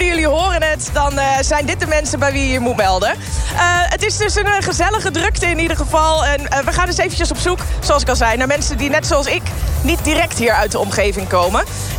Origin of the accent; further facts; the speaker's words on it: Groningen, Netherlands; Ik kom uit Groningen.